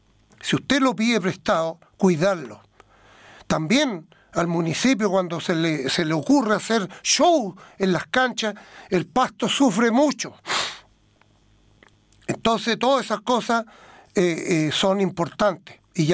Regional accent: Chile; somos de Chile

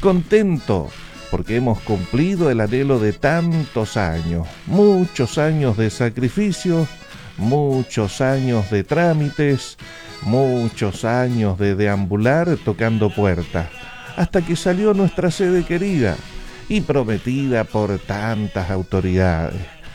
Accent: Punta Arenas, Magallanes and Chilean Antarctica, Chile; moved away; magallánico como es mi caso, en su ADN tiene un gen chilote. Yo en lo personal, mis abuelos

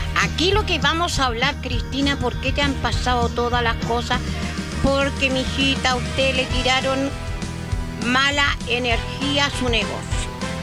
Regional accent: Chile; yo les recuerdo que como buenos chilenos siempre estamos en la ciudad de Cauquenes

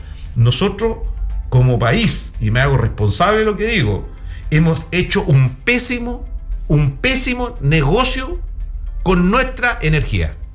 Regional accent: Chile; nosotros en Chile

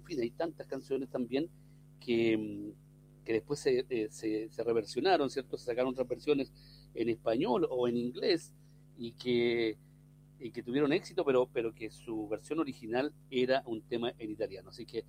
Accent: Chile

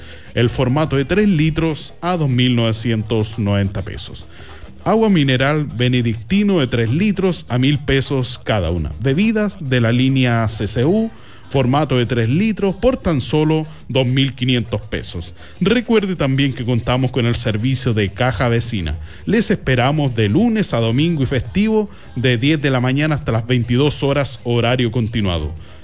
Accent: Chile; como buen chileno siempre nos ponemos de pies.

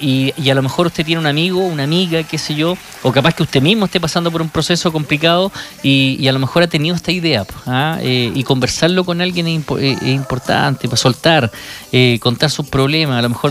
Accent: Chile; Somos chilenos, pues, viejo, queremos a nuestro país, por supuesto.

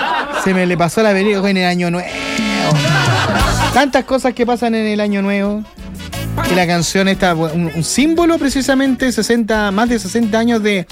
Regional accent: Chile

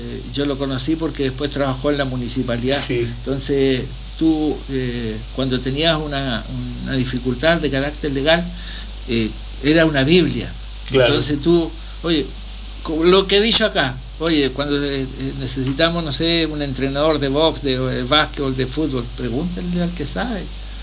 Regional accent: Puerto Aysén, Aysén, Chile; now in Coyhaique, Chile; yo soy de Puerto Aysén

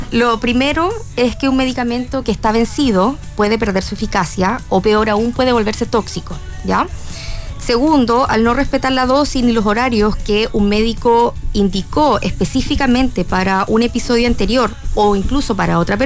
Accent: Chile; nosotros como población chilena presentamos varias enfermedades de base

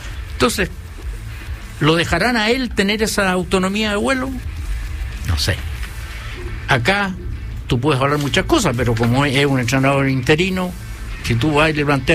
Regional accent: Chile; yo soy chileno también

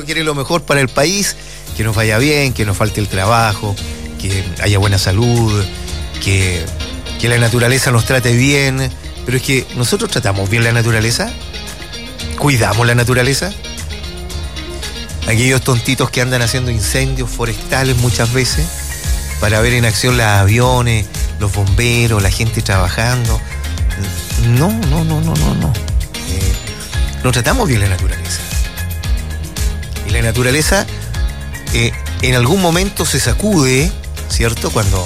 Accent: Chile; así somos los chilenos

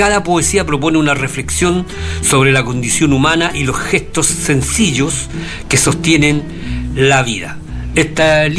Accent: Valparaíso, Chile; born there; Somos vecinos porque también nacimos en Playa Ancha.

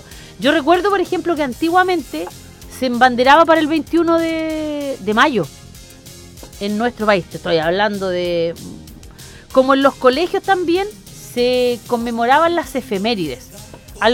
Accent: Chile; no somos chilenos solamente en septiembre, yo siempre digo.

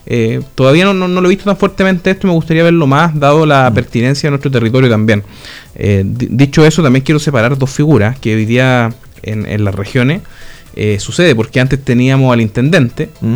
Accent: Chile; como chileno, ese sentido único de pertenencia a un territorio, a la nación

